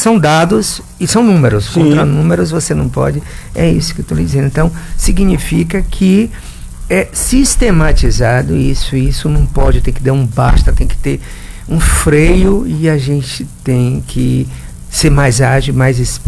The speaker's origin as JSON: {"language": "Portuguese", "region": "Bahia", "country": "Brazil", "tie": "born or raised there", "moved": "yes", "said": "em Santenei, na minha terra."}